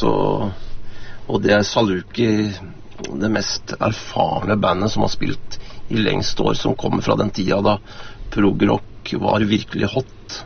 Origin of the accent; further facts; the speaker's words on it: Lørenskog, Akershus, Norway; moved away; så jeg kom jo egentlig fra, fra Lørenskog, jeg vokste opp da.